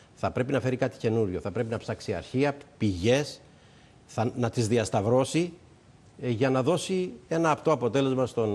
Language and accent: Greek; Crete, Greece; Η Κρήτη είναι η πατρίδα μου που την αγαπώ ιδιαίτερα. Ο τόπος που γεννήθηκα και μεγάλωσα και έζησα σχεδόν όλα μου τα χρόνια.